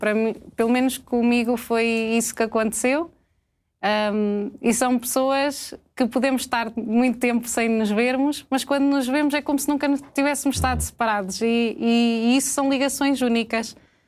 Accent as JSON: {"language": "Portuguese", "town": "Serpins", "region": "Coimbra", "country": "Portugal", "tie": "born or raised there", "said": "Nasci na maternidade em Coimbra."}